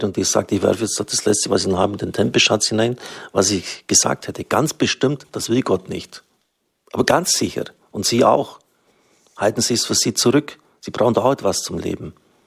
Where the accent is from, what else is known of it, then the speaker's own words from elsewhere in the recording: Baden-Württemberg, Germany; Und die Schwaben gelten ja nicht unbedingt als unbedingt spendenfreudig. Ich bin ein geborener Schwabe.